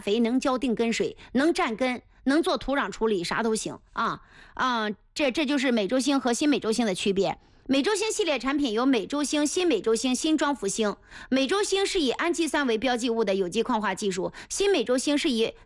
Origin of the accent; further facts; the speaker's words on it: Anhui, China; 是咱们安徽人自己培育的品种